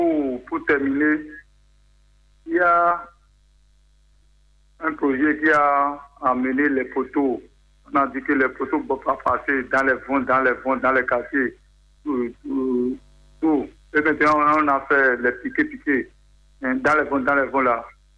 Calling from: Porto-Novo, Ouémé, Benin; J'appelle de Porte Nouveau.

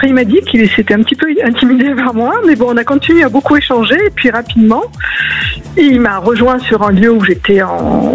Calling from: Southern France, France; Je suis dans le sud de la France.

